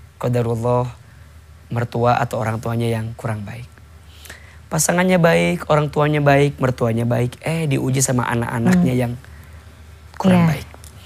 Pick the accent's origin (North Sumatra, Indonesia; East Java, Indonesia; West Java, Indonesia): West Java, Indonesia; Garut; saya orang Sunda, orang Garut, istri saya orang Pamulang, orang Betawi.